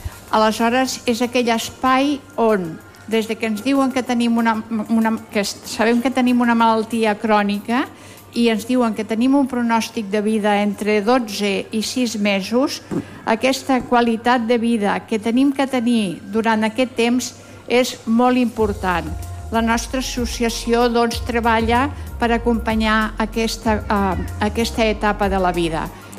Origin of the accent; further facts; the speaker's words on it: Barcelona, Catalonia, Spain; No, jo sóc de Barcelona, sí.